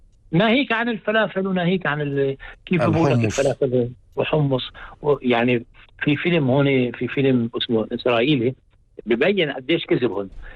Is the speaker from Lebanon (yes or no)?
no; Palestine; now in Catalonia, Spain; أنا طبعا من زي بتعرف كفلسطيني